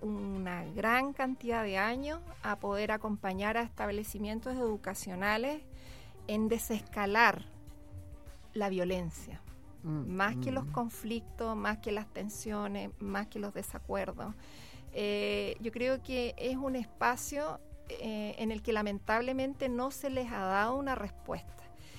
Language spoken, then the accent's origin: Spanish; Talagante, Santiago Metropolitan Region, Chile; Vengo de la comuna de Talagante.